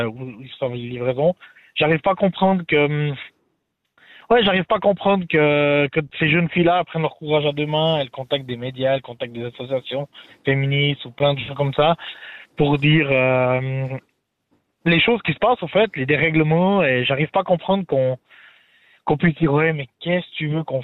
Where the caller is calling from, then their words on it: Romandy, Switzerland; là je suis dans la Suisse romande.